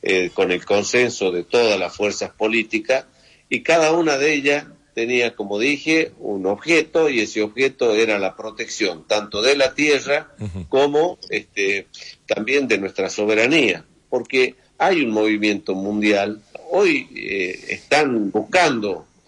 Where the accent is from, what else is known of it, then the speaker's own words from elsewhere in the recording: Chilecito, La Rioja, Argentina; also born or lived in Mendoza; viajamos porque había un potencial desarrollo en ese momento agrícola en zona de Chilecito y llegamos con esa misi